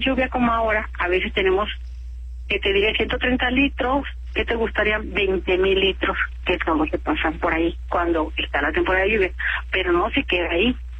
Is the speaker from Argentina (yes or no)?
no; Mexico